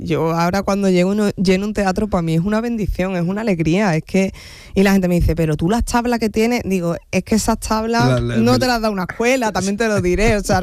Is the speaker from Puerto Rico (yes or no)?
no; Andalusia, Spain; yo soy andaluza, soy mujer, soy cómica